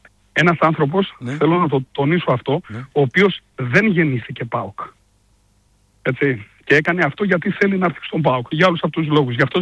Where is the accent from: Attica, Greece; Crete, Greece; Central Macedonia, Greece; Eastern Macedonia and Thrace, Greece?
Central Macedonia, Greece; Thessaloniki; εμείς τώρα είμαστε από τη Θεσσαλονίκη όλοι